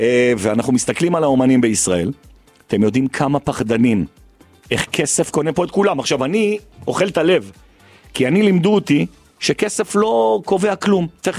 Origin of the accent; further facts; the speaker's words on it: Jerusalem, Jerusalem District, Israel; אז אני ימני, ירושלמי, אוהד ביתר, מזרחי, וגאה.